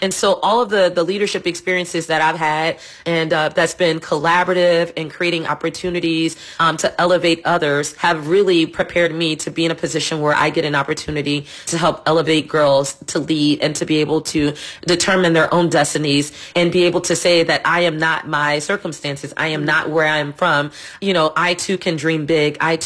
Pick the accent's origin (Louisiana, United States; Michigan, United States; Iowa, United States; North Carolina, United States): Louisiana, United States; New Orleans; I would have been a Crittenden girl growing up in New Orleans